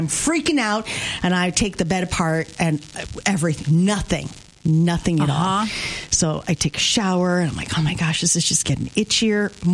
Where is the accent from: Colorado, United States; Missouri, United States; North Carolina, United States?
Missouri, United States; St. Louis; growing up in St. Louis, we all got chigger bites